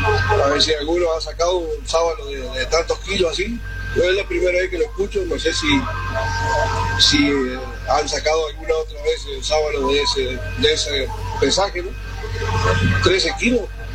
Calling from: San Genaro, Santa Fe, Argentina; de San Genaro

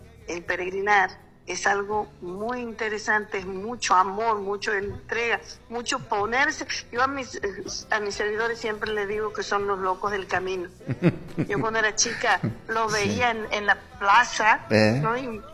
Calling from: Santiago del Estero, Argentina; en la ciudad capital

